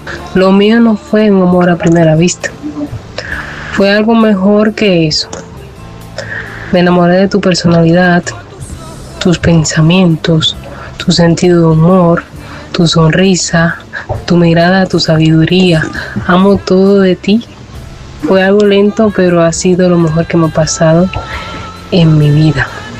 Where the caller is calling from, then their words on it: Cuba; mi gente divertida de la radio española. Desde Cuba, piel morena, ya saben